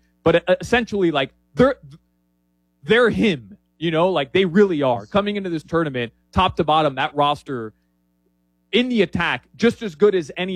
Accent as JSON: {"language": "English", "country": "Uruguay", "said": "Personally, because I'm from Uruguay, and that's our biggest rival."}